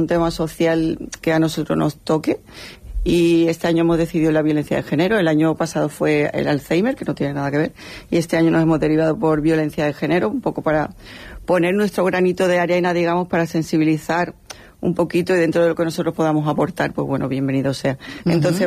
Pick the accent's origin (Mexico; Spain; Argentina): Spain; Conil de la Frontera, Andalusia; also born or lived in Madrid; Sí, yo soy de Conil.